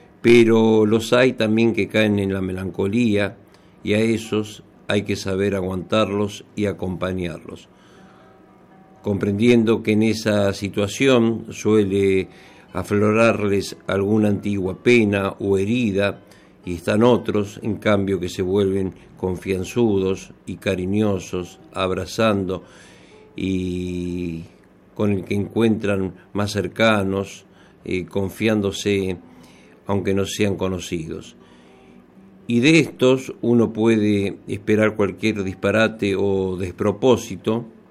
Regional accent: Mar del Plata, Buenos Aires Province, Argentina; born there; nací en Mar del Plata, me encanta la ciudad donde nací

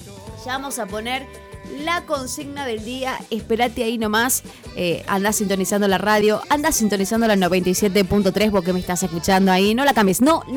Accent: Argentina; así somos los argentinos.

